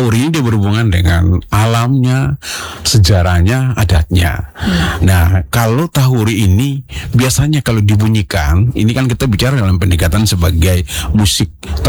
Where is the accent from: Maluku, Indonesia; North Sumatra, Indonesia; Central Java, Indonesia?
Maluku, Indonesia; Ambon; Nah hari ini kita akan bicara tentang maestronya adalah yang kita orang Ambon bilang Opa Loli, okay.